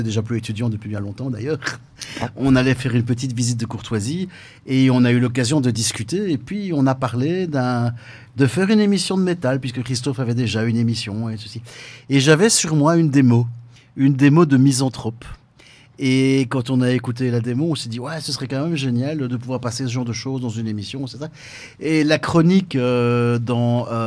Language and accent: French; Belgium; en tant que Belge chauvin